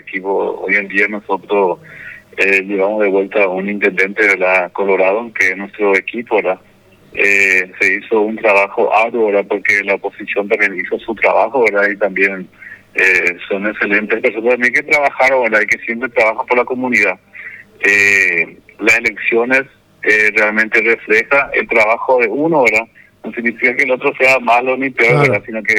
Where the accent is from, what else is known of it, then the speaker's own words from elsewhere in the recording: Mayor José J. Martínez, Ñeembucú, Paraguay; nosotros somos un lugar costero